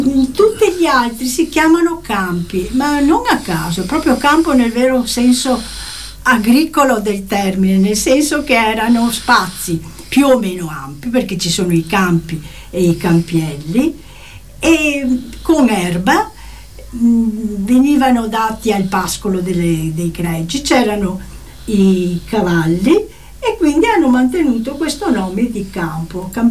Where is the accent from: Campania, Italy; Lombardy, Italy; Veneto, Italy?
Veneto, Italy; Venice; born there; io sono nata a Piscina San Martino